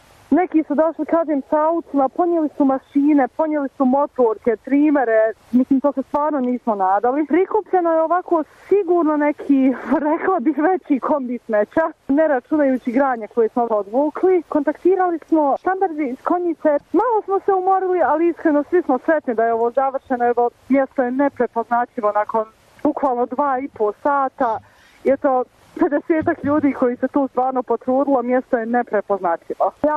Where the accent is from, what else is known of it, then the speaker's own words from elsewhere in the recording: Sarajevo, Federation of Bosnia and Herzegovina, Bosnia & Herzegovina; Iz Sarajeva sam i da, bajkerka sam, vozi motor već neke 3 godine.